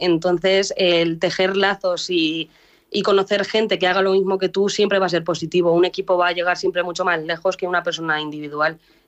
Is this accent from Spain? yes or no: yes; Mota del Cuervo, Castilla-La Mancha, Spain; yo decía que era de Mota del Cuervo y la gente lo conocía. Entonces yo decía, pero ¿qué tendrá mi pueblo? Que yo no sé por qué todo el mundo lo conoce.